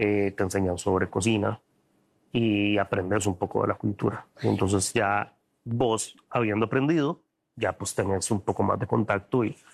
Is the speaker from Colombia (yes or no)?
no; Costa Rica; yo no tenía mapeado en mi cabeza ni como cocinero ni como costarricense que existían.